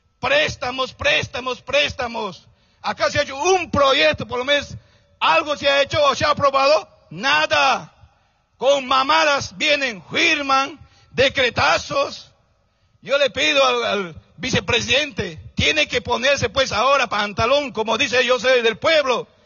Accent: Bolivia; somos bolivianos y nuestro deber es defender nuestro país

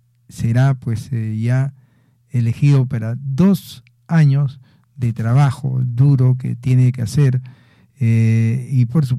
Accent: Oyón, Lima, Peru; Soy de aquí, de Ollón, soy de la provincia

